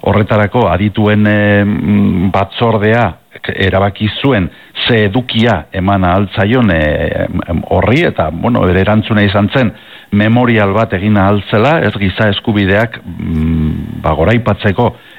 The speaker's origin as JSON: {"language": "Basque", "town": "Pamplona", "region": "Navarre", "country": "Spain", "tie": "born or raised there", "said": "nire jolaz tokia txikitan Gazteluko inguru bidea zen, ez, fosoak eta Ciudadela eta inguru hori, hortan pasa nuenik aurtzaroa"}